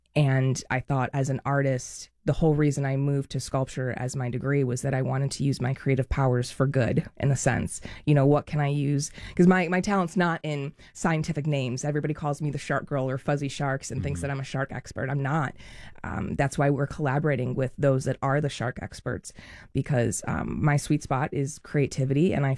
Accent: Cleveland, Ohio, United States; moved away as an adult; now in Tampa, United States; I'm actually originally from Cleveland, Ohio. I moved to Tampa 6.5 years ago

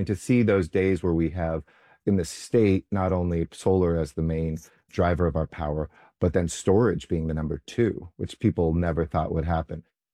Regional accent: Los Angeles, California, United States; from growing up in Los Angeles, where we were the smoggiest city in America with the worst pollution

